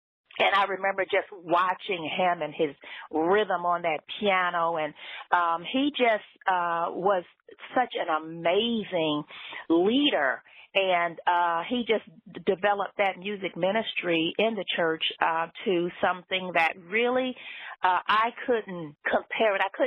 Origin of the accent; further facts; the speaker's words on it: Oklahoma City, Oklahoma, United States; moved away as an adult; also born or lived in Germany / Kansas / Atlanta; I grew up in Oklahoma City. I spent all of my elementary school years there